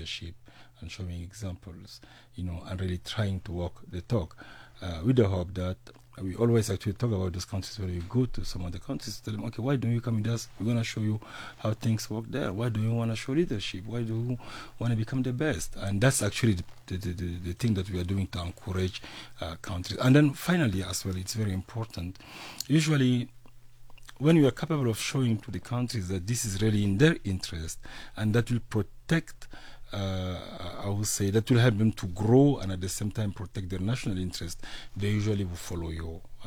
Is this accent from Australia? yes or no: no; Chad; And in my home country, Chad